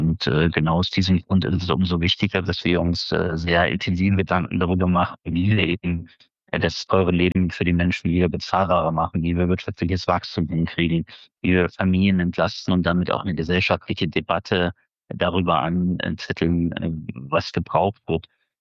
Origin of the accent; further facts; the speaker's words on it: Thuringia, Germany; ohne Technologie aus Thüringen hergestellt und kein Raumschiff der Erde funktioniert, ohne dass aus meinem Heimatland Technologie dafür kommt.